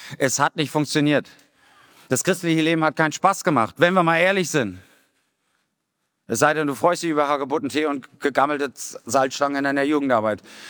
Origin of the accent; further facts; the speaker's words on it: Rhineland-Palatinate, Germany; Wir kommen aus dem Westerwald in der Nähe.